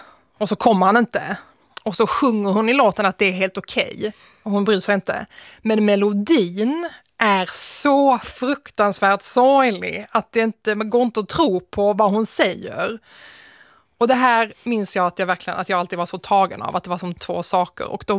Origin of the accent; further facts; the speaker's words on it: Malmö, Skåne, Sweden; also born or lived in Nötersjö; Jag växte upp i en miljö som, alltså till naturen, liknar Solgårda utanför Svedala, som heter Nötersjö, en liten by. Och sen så flyttade jag in till Malmö när jag var 5 år gammal ungefär.